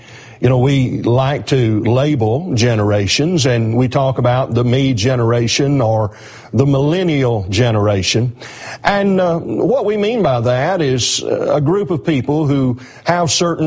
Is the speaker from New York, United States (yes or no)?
no; Alabama, United States; I'm from Alabama, so we've got a lot of the South represented today.